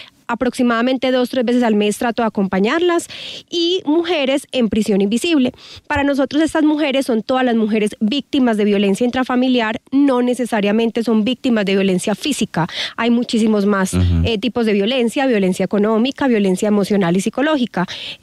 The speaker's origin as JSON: {"language": "Spanish", "region": "Antioquia", "country": "Colombia", "said": "Bueno, soy antioqueña de 36 años. Soy mamá."}